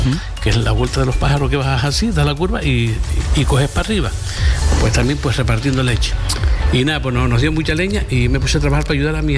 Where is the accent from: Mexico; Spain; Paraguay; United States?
Spain; San Cristóbal de La Laguna, Canary Islands; Yo vivía en el barrio y la llamaron corriendo y yo nací allí, en el cuarto de mi madre.